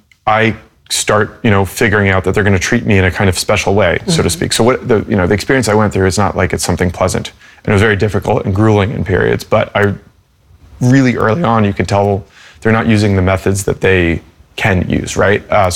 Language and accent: English; United States; And I'm an American journalist, and so I'm thinking, why did we do this?